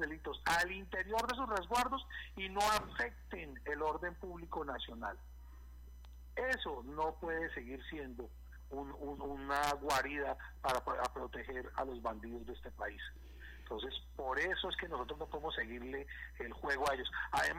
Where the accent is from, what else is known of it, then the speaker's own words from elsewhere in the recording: Colombia; así como ellos son colombianos, nosotros somos colombianos.